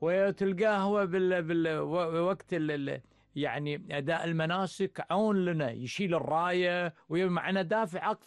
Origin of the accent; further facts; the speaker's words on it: Kuwait; لأن احنا كويتيين